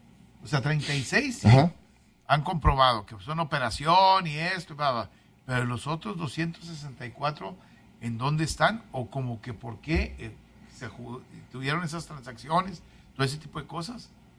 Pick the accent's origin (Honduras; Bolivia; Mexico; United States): Mexico; Qué orgulloso se siente uno como mexicano de ver un competidor como este